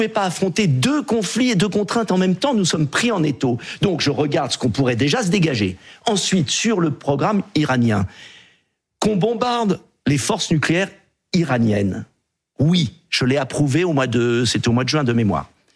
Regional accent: France; Je suis français, donc je ne me permettrai pas d'intervenir dans la vie des pays.

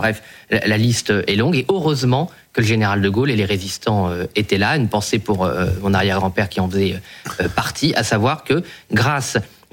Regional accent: France; J'avais dit je suis français.

